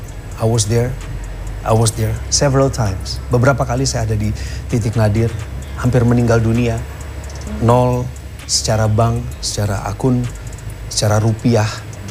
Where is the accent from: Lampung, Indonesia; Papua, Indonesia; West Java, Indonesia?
West Java, Indonesia; born there; Lahirlah saya, berarti saya 75% darahnya Batak. Lahir di tanah Pasundan